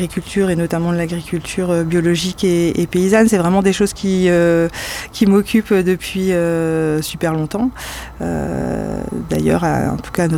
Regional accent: Callac, Brittany, France; parce que moi j'ai grandi en centre-Bretagne, à Calac, donc dans un milieu assez rural

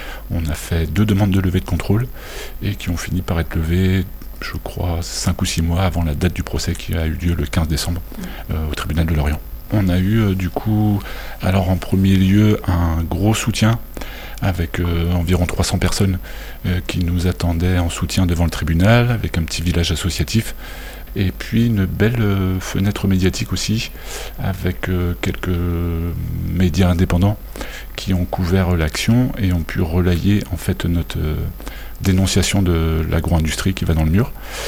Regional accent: Vannes, Brittany, France; Je suis de Vannes, moi, fils d'ouvrier, travailleur dans le social

